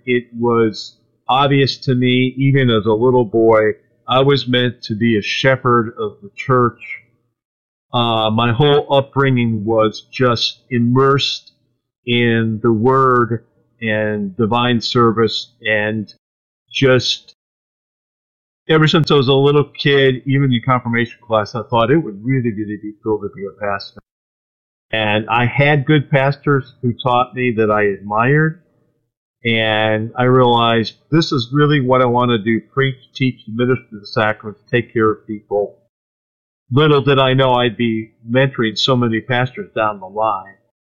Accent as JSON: {"language": "English", "region": "Ohio", "country": "United States", "tie": "born or raised there", "moved": "yes", "lives_now": "Oklahoma, United States", "said": "Oklahoma, and I grew up in Ohio, and my wife Kathy is from Texas."}